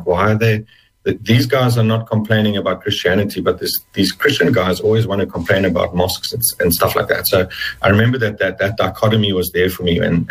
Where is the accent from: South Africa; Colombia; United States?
South Africa; growing up in South Africa, very conscious that I was Afrikaans, very conscious that I was a white Afrikaans guy